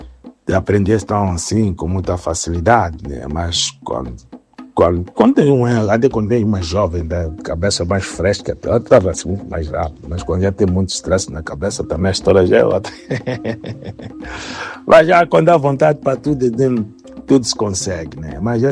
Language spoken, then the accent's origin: Portuguese; Mozambique; now in Germany; nós somos moçambicanos